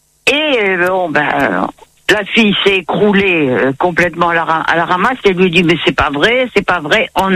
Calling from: Bergerac, Nouvelle-Aquitaine, France; moi, j'habitais Bergerac à l'époque

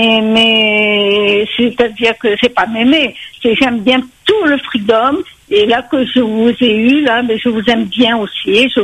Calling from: Réunion; comme moi, je suis réunionnaise aussi, j'aime mon île

